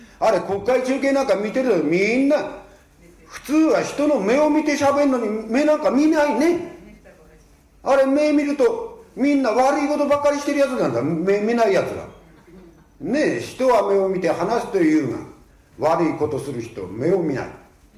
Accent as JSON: {"language": "Japanese", "region": "Ibaraki", "country": "Japan", "tie": "born or raised there", "said": "私のふるさと茨城では卵を産まなくなった鶏を塩をまぶして樽に入れ大きな石で突き込みます。"}